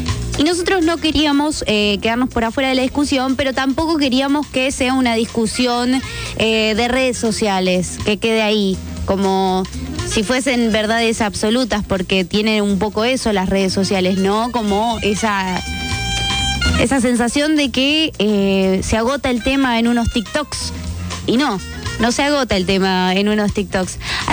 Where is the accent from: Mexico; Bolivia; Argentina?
Argentina; uno como argentino